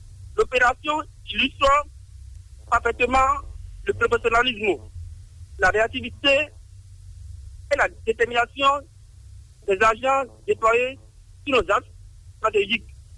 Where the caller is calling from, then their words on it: Cotonou, Littoral, Benin; Je vous appelle de Tipadi, à Cotonou.